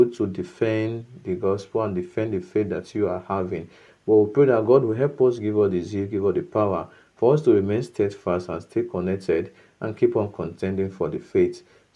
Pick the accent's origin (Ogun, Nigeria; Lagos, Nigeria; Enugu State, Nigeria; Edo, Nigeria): Edo, Nigeria; Okada; from Okada Town, Edo State, and it's a pleasure having this discussio